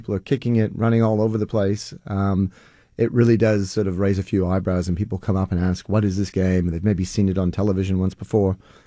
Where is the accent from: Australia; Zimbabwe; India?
Australia; now in United States; it's a really fun experience, I reckon, coming from Australia to see the passion that Americans have for the game